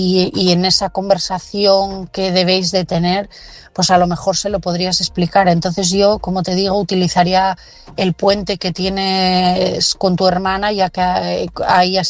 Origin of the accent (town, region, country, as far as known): Asturias, Spain